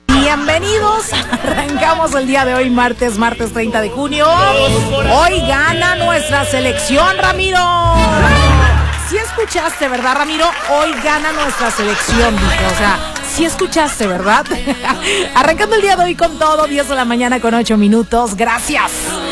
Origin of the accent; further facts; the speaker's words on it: Mexico; Mexicanos somos y mexicanos seremos.